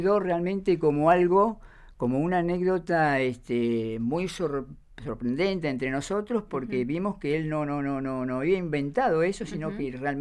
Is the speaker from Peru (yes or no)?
no; Buenos Aires, Argentina; Yo vengo de Buenos Aires, mi papá, mis padres eran paraguayos